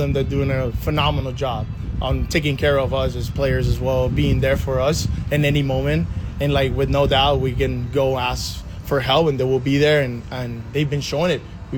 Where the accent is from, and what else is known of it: Puerto Rico; born or raised there